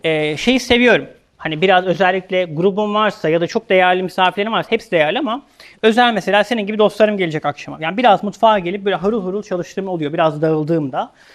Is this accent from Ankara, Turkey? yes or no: no; Denizli, Turkey; Ben Ege'liyim, Denizliliyim